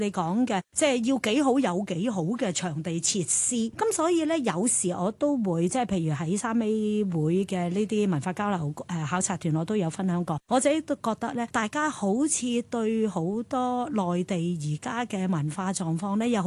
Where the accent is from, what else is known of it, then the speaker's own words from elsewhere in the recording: Hong Kong; 我哋其實香港人